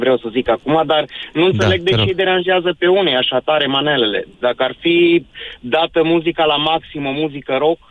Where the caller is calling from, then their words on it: Maramureș County, Romania; La noi, cel puțin în Maramureș